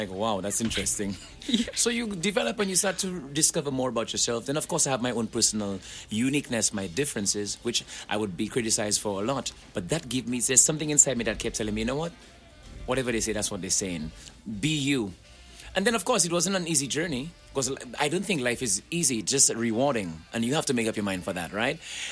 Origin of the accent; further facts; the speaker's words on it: Castries, St. Lucia; born there; The beauty of St. Lucia, where I was born. You know, I was born on the Mon, you know, next to Government House area.